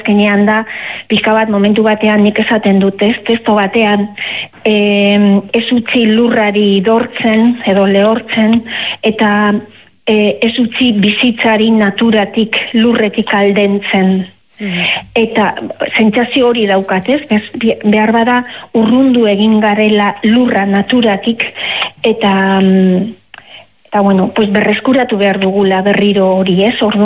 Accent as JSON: {"language": "Basque", "region": "Basque Country", "country": "Spain", "said": "bizkaitarra naiz"}